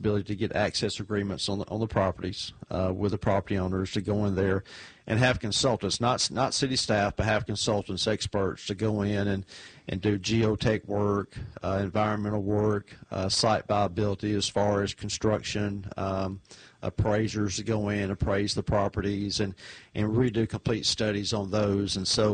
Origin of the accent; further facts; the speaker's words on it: Nashville, Tennessee, United States; you and I grew up around Nashville